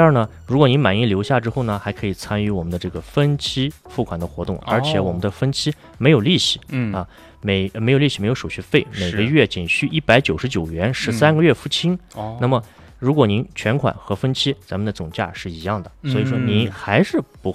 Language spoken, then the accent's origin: Chinese; Xinjiang, China; 咱们新疆人不喜欢喝奶茶吗？